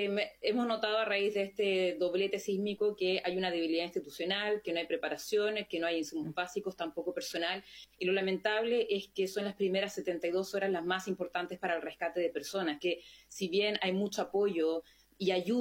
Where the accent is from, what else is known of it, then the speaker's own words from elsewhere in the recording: Chile; now in London, United Kingdom; Yo vengo de Chile, ahora estoy en Londres, pero vengo de Chile, que es un país extremadamente sísmico.